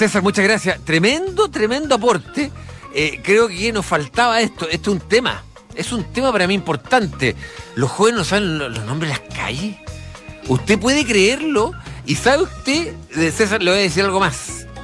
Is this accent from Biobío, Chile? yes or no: yes; Los Ángeles, Biobío, Chile; also born or lived in Concepción; Concepción, yo no soy de Concepción. O sea, de chico vivía allá, antes de irme muy pequeño a Los Ángeles